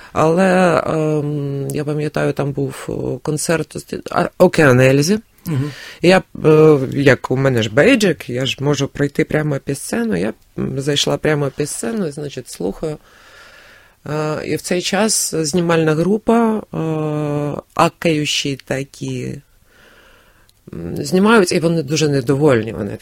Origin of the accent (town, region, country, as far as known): Kyiv, Ukraine